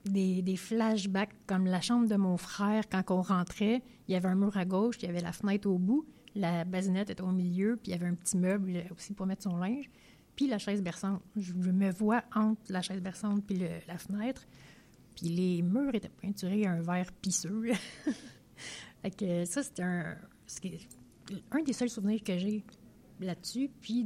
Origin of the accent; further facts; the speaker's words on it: Saint-Ambroise-de-Kildare, Quebec, Canada; Dans le fond, je suis née à Saint-Ambroise-de-Kildare.